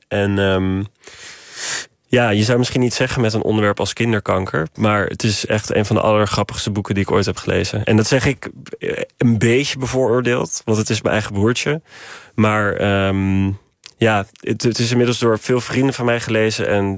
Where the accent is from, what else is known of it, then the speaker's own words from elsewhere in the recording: Haarlem, North Holland, Netherlands; born there; moved away; Wij komen uit Haarlem.